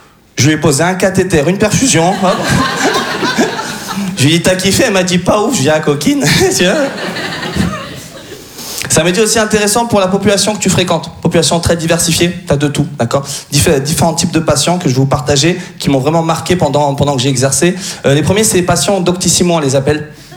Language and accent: French; France; Je suis français d'origine tunisienne.